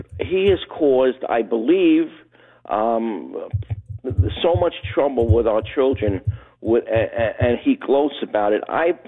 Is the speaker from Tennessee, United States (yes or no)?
no; Brooklyn, New York, United States; I'm from Brooklyn.